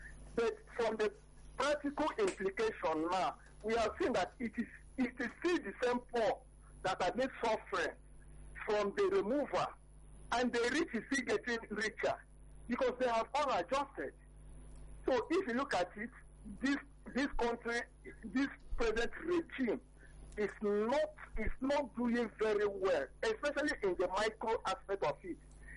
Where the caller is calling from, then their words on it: Iba, Lagos, Nigeria; I'm calling from Eba, Lagos.